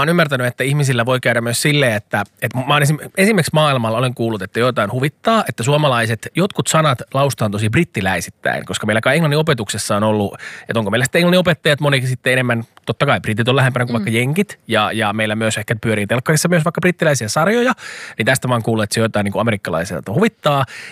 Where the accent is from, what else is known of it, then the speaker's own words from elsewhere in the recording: Kerava, Uusimaa, Finland; Mä en ole myöskään mikään paljaselkinen stadilainen, mä oon keravalainen virallisesti.